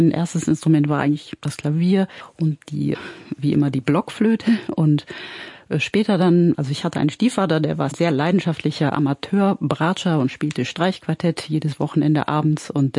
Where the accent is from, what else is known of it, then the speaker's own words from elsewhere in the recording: Hamburg, Germany; also born or lived in Salzburg; now in Saarbrücken, Germany; Ich habe angefangen in Hamburg, das ist meine Heimatstadt. Dann bin ich nach Salzburg gegangen und dann am Ende meines Studiums, zum Aufbaustudium, tatsächlich nach Saarbrücken.